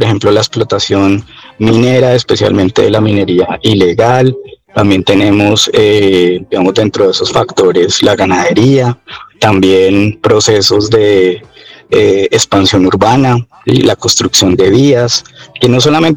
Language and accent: Spanish; Colombia